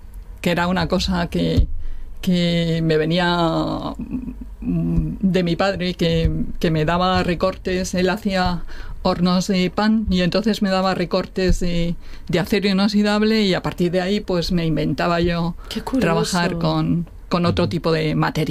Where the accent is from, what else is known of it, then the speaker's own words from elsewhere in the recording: Madrid, Community of Madrid, Spain; now in Asturias, Spain; Y cuando vine para aquí, para Asturias, porque yo soy de Madrid